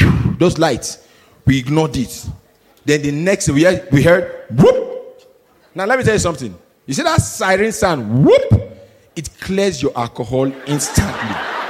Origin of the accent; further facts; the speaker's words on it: Nigeria; so I'm Nigerian.